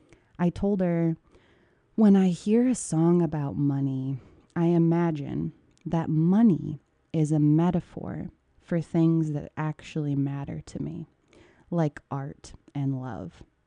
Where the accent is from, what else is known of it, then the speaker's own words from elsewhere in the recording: Flint, Michigan, United States; now in Moab, United States; I grew up in Flint, Michigan, listening to a lot of rap and hip hop.